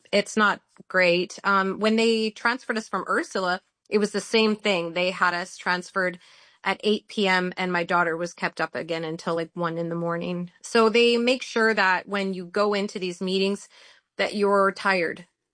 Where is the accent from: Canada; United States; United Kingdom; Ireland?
Canada; And my Spanish is terrible. I grew up in Canada, so I was able to use the French that I learned in school to help with the Spanish.